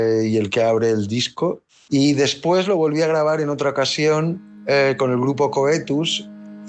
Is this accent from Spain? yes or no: yes; Gandia, Valencian Community, Spain; muy vinculado a mi tierra